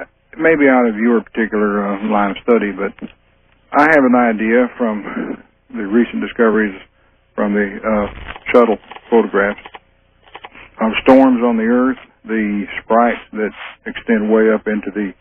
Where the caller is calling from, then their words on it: Houston, Texas, United States; from Houston.